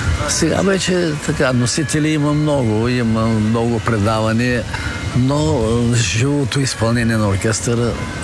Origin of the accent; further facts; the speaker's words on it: Plovdiv, Plovdiv Province, Bulgaria; защото сме пловдивчани, защото сме от Филибето.